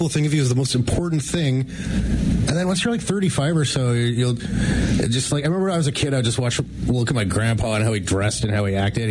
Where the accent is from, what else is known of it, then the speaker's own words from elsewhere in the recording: Cleveland, Ohio, United States; also born or lived in New York / Denver; I don't know. I moved around a bunch. I grew up in Cleveland, Ohio.